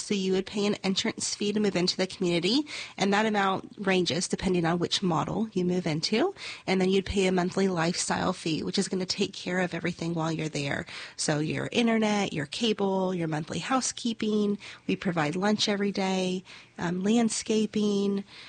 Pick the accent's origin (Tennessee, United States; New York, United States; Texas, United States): Tennessee, United States; also born or lived in California; I'm actually from Well, California originally, but then I moved to Tennessee, to West Tennessee, whenever I was 13. So I call myself a Tennessean now. And then I moved out to the Nashville area in my young 20s.